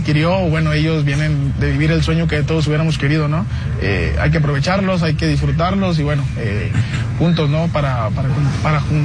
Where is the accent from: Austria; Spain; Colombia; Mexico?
Mexico; ver todo lo que podemos lograr como mexicanos